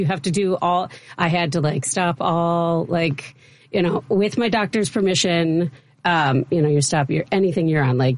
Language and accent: English; Chicago, Illinois, United States; The first 4 years, I'm Manila, and then moved to Northwest Highway. So definitely born and raised in Jefferson Park.